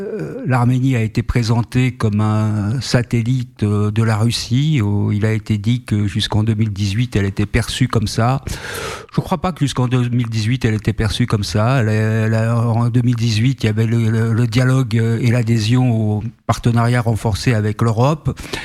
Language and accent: French; France; c'est la globalité, parce qu'on est français